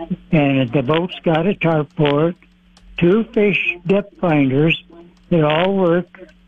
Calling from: Emerson, Nebraska, United States; from Emerson, Nebraska.

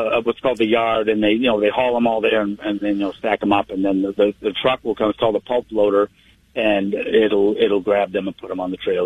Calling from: Maine, United States; I'm a long-time listener, and I know Howie pretty well. I'm from Maine

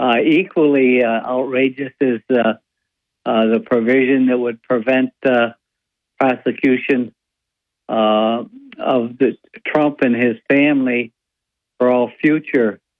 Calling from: Spring Hill, Florida, United States; from Spring Hill, Florida.

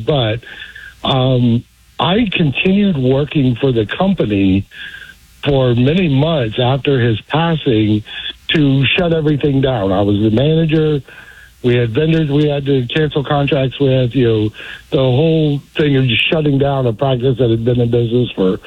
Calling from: Clearwater, Florida, United States; Clearwater.

